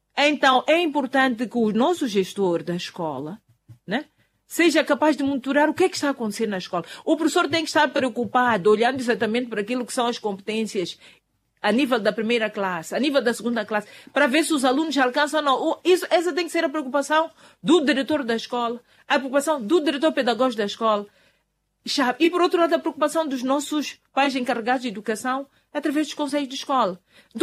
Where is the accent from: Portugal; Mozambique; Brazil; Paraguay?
Mozambique; nós temos, como moçambicanos, temos outro problema